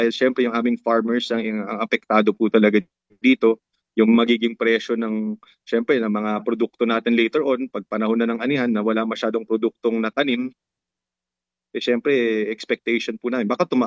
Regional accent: Cagayan Valley, Philippines

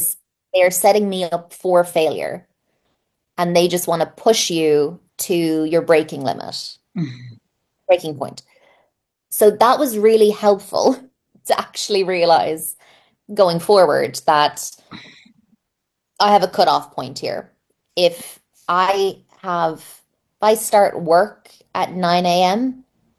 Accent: Ireland; as an Irish person

